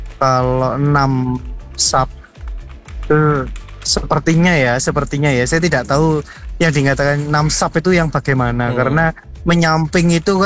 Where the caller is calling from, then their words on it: Indonesia; Kebetulan saya warga Gedong.